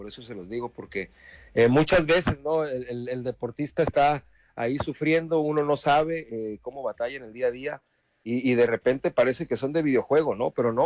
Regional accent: Mexico

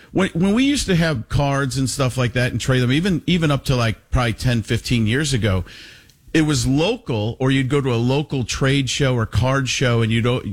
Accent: Waukesha, Wisconsin, United States; born or raised there

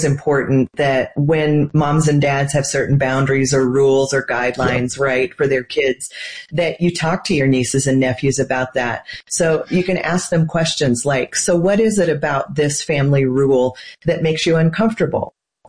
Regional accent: Nebraska, United States; now in Colorado Springs, United States; Well, I grew up in Nebraska

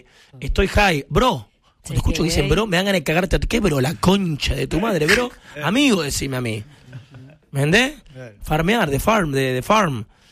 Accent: Argentina; Bueno, yo soy muy argentino.

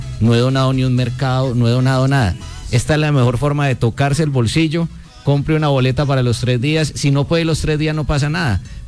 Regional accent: Pereira, Risaralda, Colombia; moved away; Feliz de estar acá acompañándolos en mi tierra, Pereira.

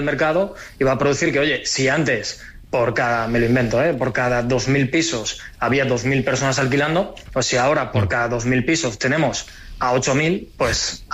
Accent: Altea, Valencian Community, Spain; Mira, yo cuando empecé a estudiar, yo llegué de un pueblito de Alicante, de Altea, me fui a estudiar a Valencia con tres amigos del bachiller.

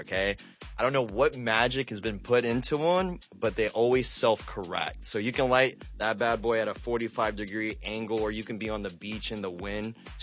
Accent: Southeast, United States; also born or lived in Korea; now in New York, United States; Yeah, exactly. So I bounced around. I picked up a lot, but mostly in the Southeast. And then when I moved to New York about 13 years ago, I knew I was home.

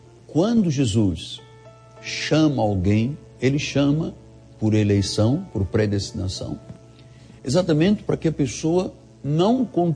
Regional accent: Angola; born there; moved away; Eu fui um religioso durante 21 anos. Eu era da Igreja Católica Apostólica Romana, na minha terra, em Angola.

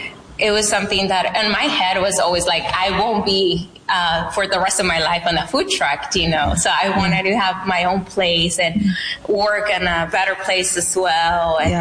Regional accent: Sinaloa, Mexico; English is a second language; now in Yuma, United States; No, I'm from Mexico.

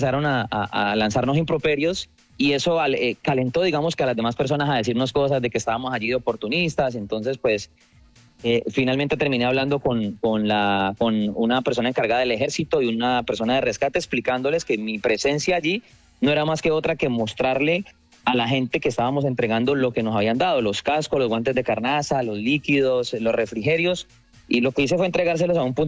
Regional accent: Colombia; Somos colombianos

